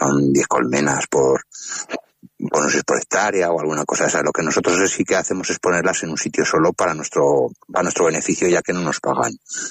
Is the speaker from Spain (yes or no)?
yes; Molina de Aragón, Castilla-La Mancha, Spain; Buenos días, sí, soy de Molina de Aragón.